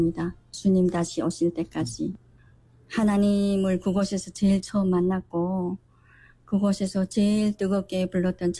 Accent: Hyesan, Ryanggang, North Korea; born there; 양강도 해산이라는 도시에서 태어났거든요.

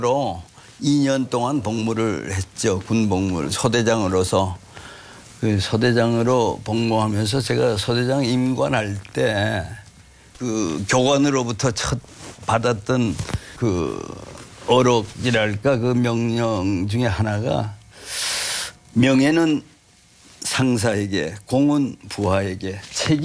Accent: Taebaek, Gangwon, South Korea; born or raised there

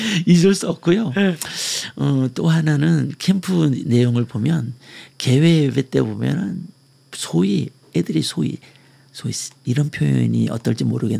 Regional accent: Gangwon, South Korea; 제 고향이 강원도니까

